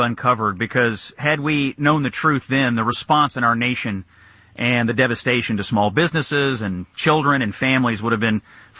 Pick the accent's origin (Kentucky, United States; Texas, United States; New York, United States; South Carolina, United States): Kentucky, United States; the leader of the hearing in this investigation for my home state of Kentucky